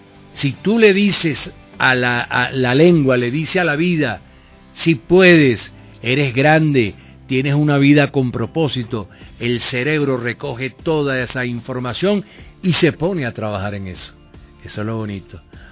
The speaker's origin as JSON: {"language": "Spanish", "country": "Venezuela", "tie": "born there", "said": "Nacimos en el mejor país del mundo. No existe un país como Venezuela."}